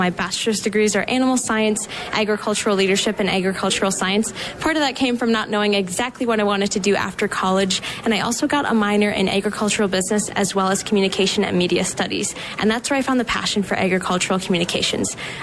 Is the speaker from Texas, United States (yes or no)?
no; Wisconsin, United States; even though I grew up in Wisconsin, there are still plenty of people to educate about the Alice in Dairyland program and Wisconsin agriculture.